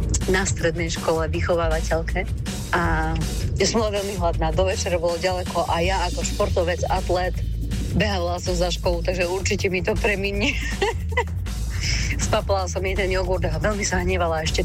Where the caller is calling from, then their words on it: Žilina, Žilina Region, Slovakia; s pozdravom … zo Žiliny.